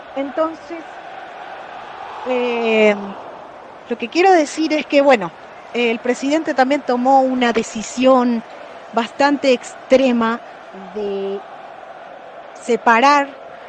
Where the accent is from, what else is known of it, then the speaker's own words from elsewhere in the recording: Paraguay; este sufrido país llamado Paraguay